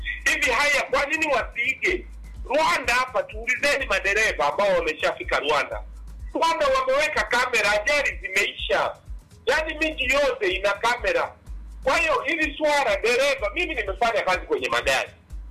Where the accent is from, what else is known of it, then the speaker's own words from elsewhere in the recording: Musoma, Mara, Tanzania; mimi natoka Msoma, najua tochi ya Bunda iko baridi.